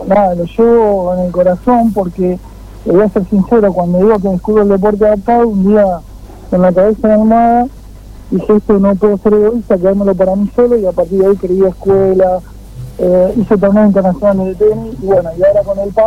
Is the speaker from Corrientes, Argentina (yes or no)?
no; Buenos Aires, Argentina; born there; now in Neuquén, Argentina; Yo, por ejemplo, nací en Buenos Aires, me casé en una neuquina y cuando llegué estaba yo solo.